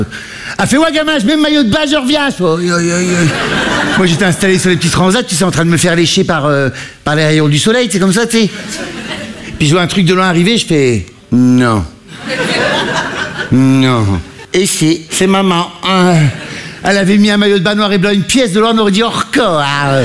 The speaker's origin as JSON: {"language": "French", "region": "Hauts-de-France", "country": "France", "said": "Et je viens d'une bonne famille du Nord avec une maman qui fait ma taille, 130 kilos."}